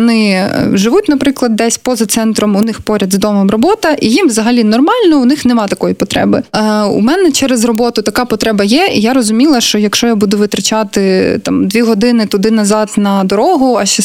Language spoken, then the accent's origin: Ukrainian; Kharkiv, Kharkiv Oblast, Ukraine; І коли я говорила, що я з Харкова, то люди реагували, типу, вау